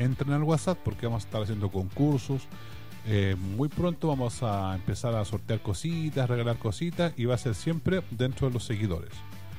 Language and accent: Spanish; Villa Alemana, Valparaíso, Chile; saludos a Villa Alemana, mi tierra